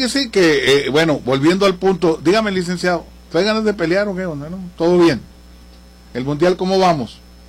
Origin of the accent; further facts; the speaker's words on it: Mexico; Yo soy mexicano. Yo orgullo.